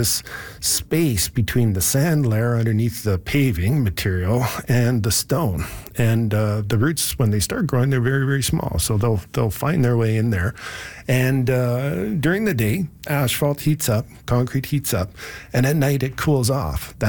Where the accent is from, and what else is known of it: Bowness, Alberta, Canada; born or raised there